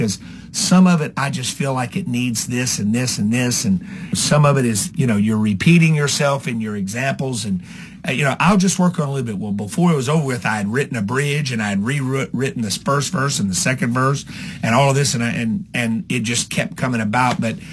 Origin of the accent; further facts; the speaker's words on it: Louisiana, United States; It's that feel that I grew up in South Louisiana.